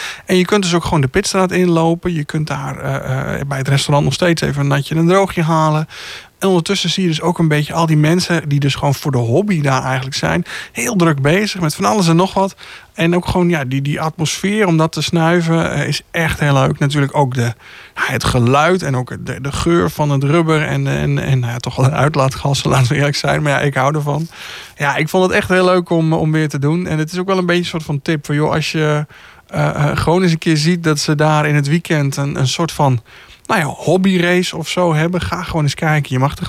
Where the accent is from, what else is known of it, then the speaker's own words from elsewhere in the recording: Gelderland, Netherlands; ik kom uit de Achterhoek